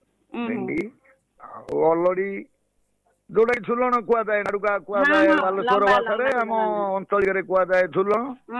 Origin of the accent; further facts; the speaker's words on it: Bandha Gochha, Odisha, India; ଆମ ଗାଁ ହଉଛି ବନ୍ଧା ଗୋଛା।